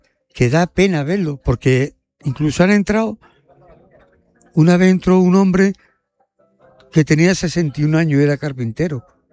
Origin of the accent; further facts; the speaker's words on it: Spain; Por supuesto que queremos muchísimo más nosotros, los melillenses y los ceutíes, somos mucho más españoles que, bueno, no españoles, digamos que somos nacionalistas